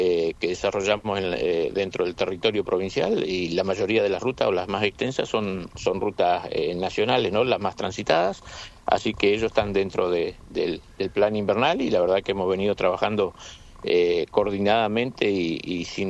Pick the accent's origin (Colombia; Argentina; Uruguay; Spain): Argentina; los argentinos somos medio así.